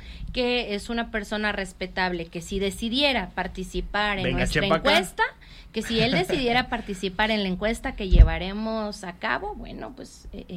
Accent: Ciudad Juárez, Chihuahua, Mexico; aunque yo soy de Ciudad Juárez, orgullosamente lo saben.

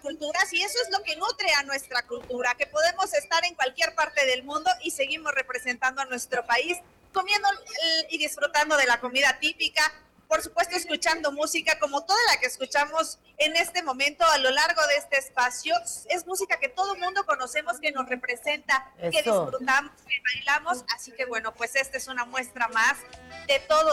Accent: Mexico

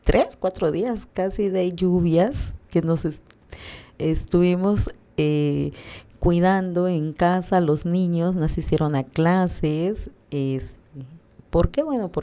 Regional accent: Mexico; todos los mexicanos que creemos y confiamos en ellos.

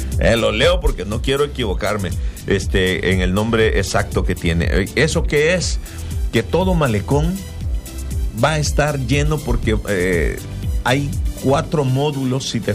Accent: Jalapa, Tabasco, Mexico; mis hermanos y amigos vecinos de Tacotalpa, porque yo soy de Jalapa

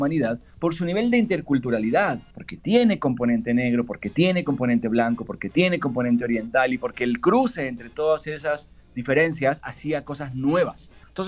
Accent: Mexico; moved away; also born or lived in Argentina / Spain; Yo soy argentino, nací en Argentina, mi padre es argentino, mi mamá es chilena, me crié en México, viví en España una década.

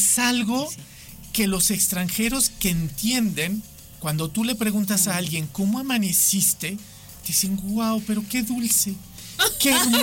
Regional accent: Mexico; yo, siendo mexicano, no estoy conociendo esto

